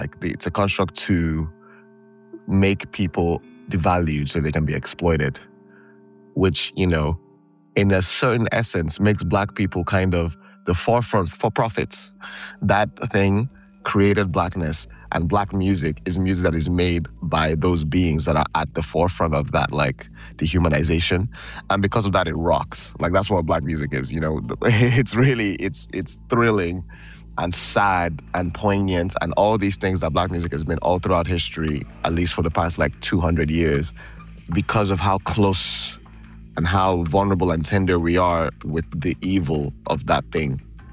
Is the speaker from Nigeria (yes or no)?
yes; Nigeria; I grew up in Nigeria. I speak the language, I live and breathe as it's, but I am also outside from them now.